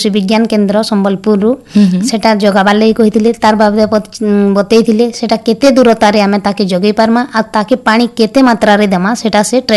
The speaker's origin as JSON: {"language": "Odia", "town": "Thakurmal", "region": "Odisha", "country": "India", "said": "ମୋର ଗାଁ ଠାକୁରମାଲ, ମୁଁ ଘେନୁପାଲି ପଞ୍ଚାୟତ ଜୁଜୁମୁରା ବ୍ଲକର ଅଟେ।"}